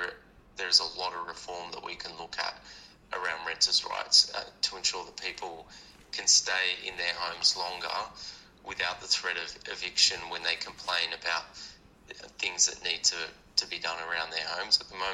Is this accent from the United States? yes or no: no; New South Wales, Australia; I've as someone who grew up in New South Wales, born and bred in New South Wales, I've never understood why we have less public holidays than everybody else.